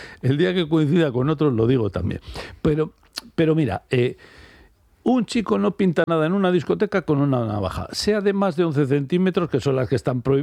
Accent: Basque Country, Spain; ya somos mayorcitos los vascos

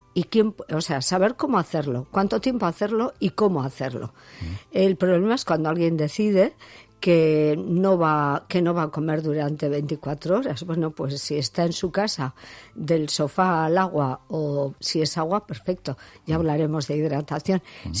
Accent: Serantes, Basque Country, Spain; born there; como en mi pueblo, hasta el Serantes

